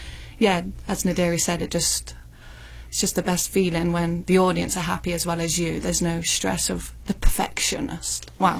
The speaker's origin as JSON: {"language": "English", "town": "Coventry", "region": "West Midlands", "country": "United Kingdom", "said": "Coventry. Ah. It's just a little town. It's quite small."}